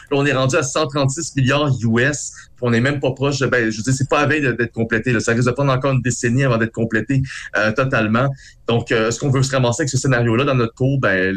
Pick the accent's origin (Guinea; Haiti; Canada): Canada; Quebec